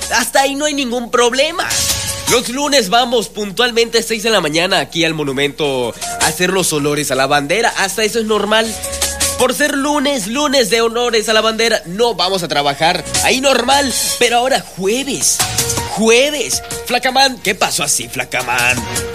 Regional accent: Yucatán, Mexico; esa calma que tanto nos distingue como yucatecos

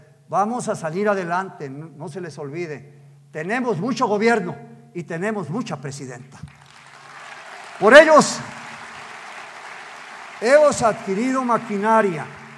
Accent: Tepic, Nayarit, Mexico; un río que representa muchas cosas para los que somos de Tepic

